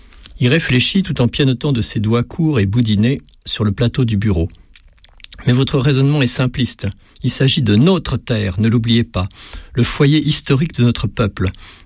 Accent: Sfax, Sfax Governorate, Tunisia; born there; Je suis né à Sfax, en Tunisie, où vivaient à la fois des Juifs, des Italiens, des Arabes et des colons français.

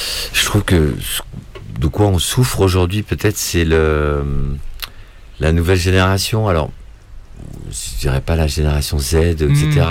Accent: Malakoff, Île-de-France, France; now in Les Lilas, France; Moi, j'ai grandi en banlieue, hein, je viens de Malakoff, j'ai grandi à. Voilà, et j'habite au Lila maintenant.

